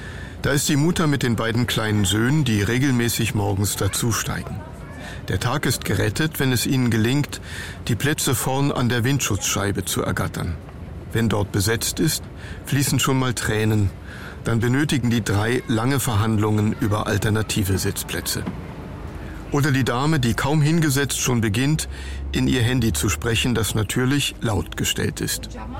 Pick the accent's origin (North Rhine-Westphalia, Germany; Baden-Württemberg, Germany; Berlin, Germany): Berlin, Germany; So viel Freundlichkeit sind wir als Berliner nicht gewohnt.